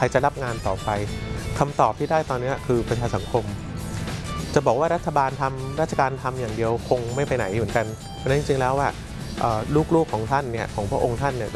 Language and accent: Thai; Bangkok, Thailand